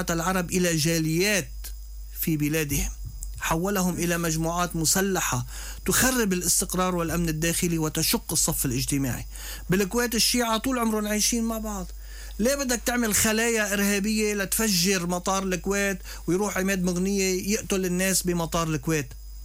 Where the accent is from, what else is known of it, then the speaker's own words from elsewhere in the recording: Lebanon; كلبناني وكسني وكعربي